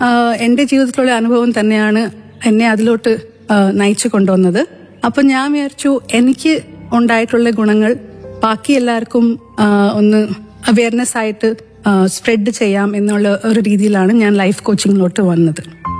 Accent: Bangalore, Karnataka, India; also born or lived in Kottarakkara; ഞാൻ ബാംഗ്ലൂരിലെ താമസം. ജനിച്ചത് ഇവിടെ കൊട്ടാരക്കരയിലാണ്. പക്ഷേ എന്റെ പഠിത്തം, കോളേജ്, സ്കൂൾ, ജീവിതം മൊത്തം ബാംഗ്ലൂരിലാണ്.

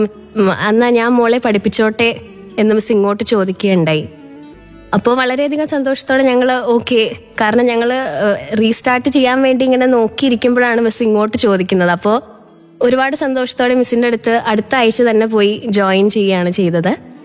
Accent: Tripunithura, Kerala, India; Ernakulam Tripunithura സ്വദേശിനിയാണ്.

